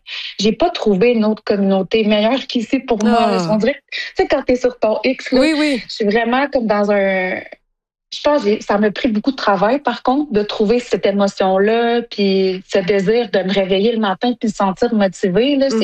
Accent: Quebec, Canada; ben moi, j'ai grandi aussi sur la Côte-Nord

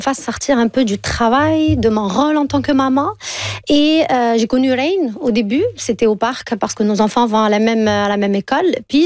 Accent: Algeria; moved away as an adult; ça fait que 3 ans que je suis ici. Je viens d'Algérie

